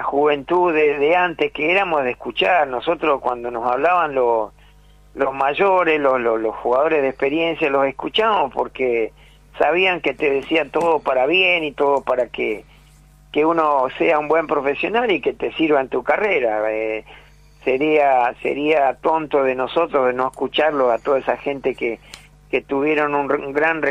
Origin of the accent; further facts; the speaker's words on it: Haedo, Buenos Aires Province, Argentina; yo soy de Aedo, vivo a una cuadra de la estación de Aedo.